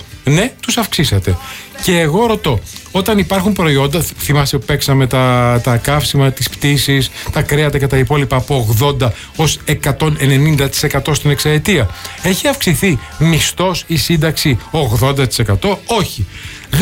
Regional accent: Greece; σαν Έλληνας πολίτης.

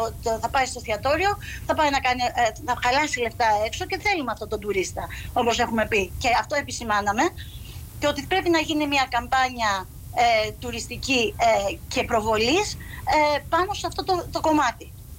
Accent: Zakynthos, Ionian Islands, Greece; επειδή είμαστε όλοι από τη Ζακύνθου, αναφερθήκαμε και στα προβλήματα του τόπου και της Ζακύνθου

